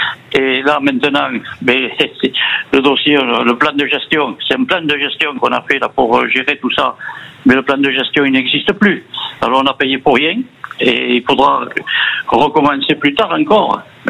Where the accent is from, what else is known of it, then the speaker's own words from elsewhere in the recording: Le Porge, Nouvelle-Aquitaine, France; born there; Je suis né au Porge.